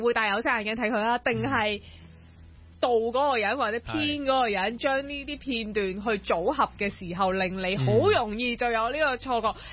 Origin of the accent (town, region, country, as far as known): Hong Kong